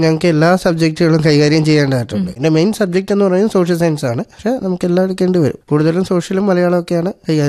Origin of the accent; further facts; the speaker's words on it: Thiruvananthapuram, Kerala, India; എന്റെ സ്വദേശം തിരുവനന്തപുരം ആയതുകൊണ്ട് തന്നെ കൂടുതലും തിരുവനന്തപുരത്തുള്ള സ്കൂളിലായാലും കോളേജിലൊക്കെ ആയാലും കൂടുതലും